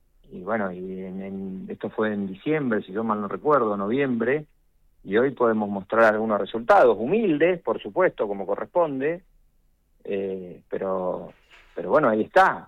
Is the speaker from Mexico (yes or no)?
no; Argentina; Porque nosotros como argentinos somos bastante olvidadizos de algunas cosas.